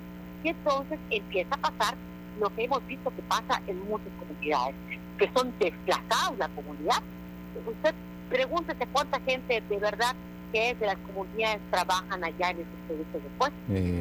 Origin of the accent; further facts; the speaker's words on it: Yucatán, Mexico; yo soy de Yucatán